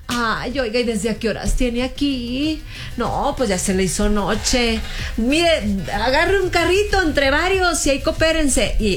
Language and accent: Spanish; Mexico